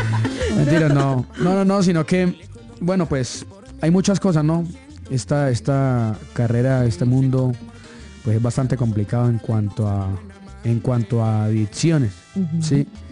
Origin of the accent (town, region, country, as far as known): Cúcuta, Norte de Santander, Colombia